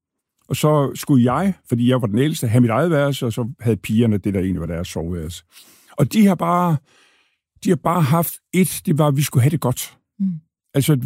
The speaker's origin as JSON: {"language": "Danish", "town": "Thy", "region": "North Denmark Region", "country": "Denmark", "said": "Bunderøv fra Thy. Det har jeg altid været. Og det er ikke, altså, man skal aldrig skilte med det der med, at jeg er fra Jylland"}